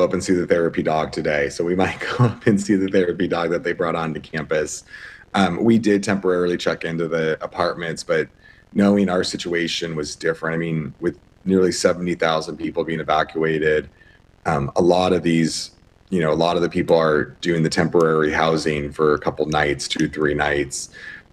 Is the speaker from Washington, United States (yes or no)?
yes; Washington, United States; Annie grew up in California. I grew up in Washington. So the West Coast is our home.